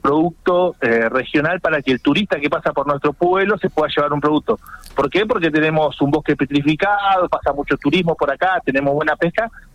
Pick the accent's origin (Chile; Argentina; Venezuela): Argentina; Sarmiento, Chubut; Somos, bueno, de Sarmiento, estamos a 148 kilómetros de Comodoro Rivadavia, hacia el centro-sur de la provincia del Chubut.